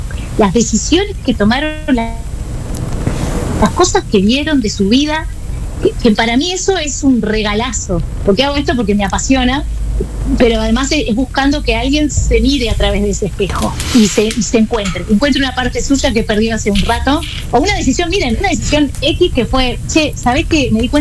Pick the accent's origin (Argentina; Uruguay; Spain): Uruguay; Lagomar, Canelones; also born or lived in Atlántida; soy de Lagomar, soy canaria.